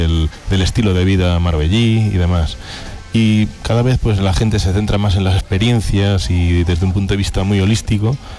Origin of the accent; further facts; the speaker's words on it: Galicia, Spain; now in Andalusia, Spain; Yo soy gallego.